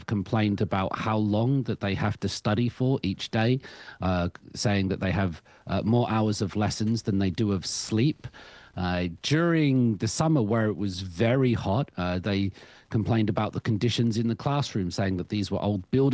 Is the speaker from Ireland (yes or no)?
no; England, United Kingdom; As an Englishman, I will speak the king's.